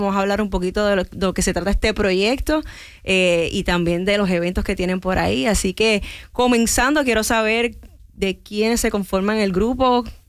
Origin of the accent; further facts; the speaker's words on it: Puerto Rico; now in Tampa, United States; Puerto Rico, de donde vengo yo